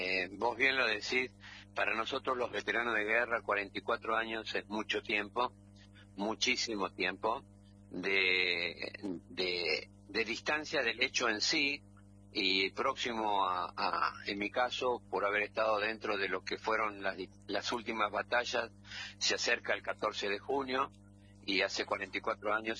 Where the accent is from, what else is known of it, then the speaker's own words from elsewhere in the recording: Tucumán, Argentina; born there; Soy tucumano de nacimiento, nací de Berta y Rubén